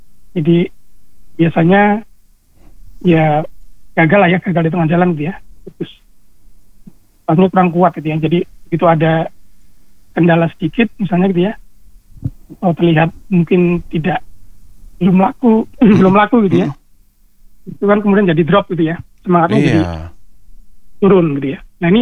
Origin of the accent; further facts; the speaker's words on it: Bali, Indonesia; di kampung saya di Bali